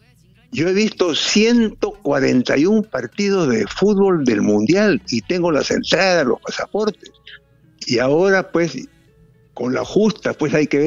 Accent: Peru; Permítame una foto, yo soy de Perú.

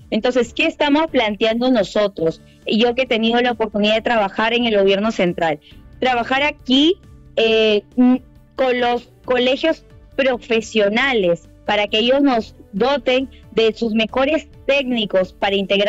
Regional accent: Tumbes, Peru; soy abogada de profesión, 32 años, una maestría en Derecho Constitucional y Administrativo. Soy natural de Tumbes.

